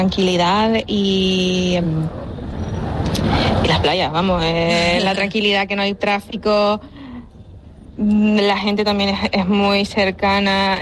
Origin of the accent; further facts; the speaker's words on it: El Salvador; now in Lanzarote, Spain; Yo soy de El Salvador, Centroamérica.